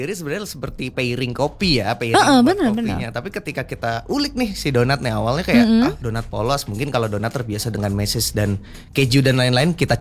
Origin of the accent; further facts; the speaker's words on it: Bogor, West Java, Indonesia; Sebenarnya aku dari gede di Bogor.